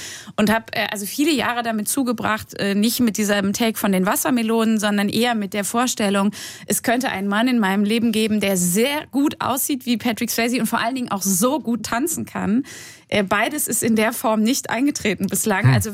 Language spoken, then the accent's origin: German; Rhineland-Palatinate, Germany; Also ich bin in Rheinland-Pfalz groß geworden